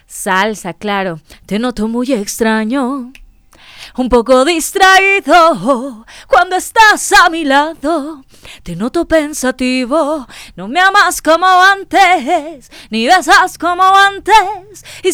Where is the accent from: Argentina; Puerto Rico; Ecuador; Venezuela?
Ecuador; Quito, Pichincha; Yo soy quiteñísima